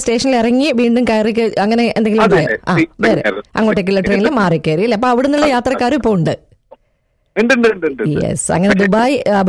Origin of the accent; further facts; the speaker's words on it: Nileshwaram, Kerala, India; now in United Arab Emirates; ഞാൻ നീലേശ്വരത്ത്.